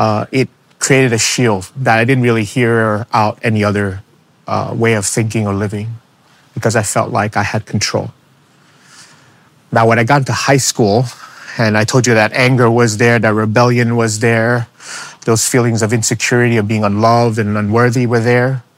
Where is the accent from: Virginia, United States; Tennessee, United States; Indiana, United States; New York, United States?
New York, United States; New York City; why would God pay attention to a chubby Asian kid in the South Bronx? Growing up in New York City, scared to go outside